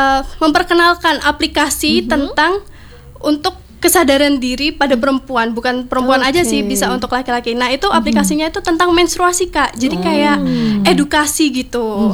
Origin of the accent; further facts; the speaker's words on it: Madiun, East Java, Indonesia; lebih ke motif batik pecel sih Kak, karena kan aku juga dari Madiun dan Madiun juga kan terkenal dengan pecelnya ya kan.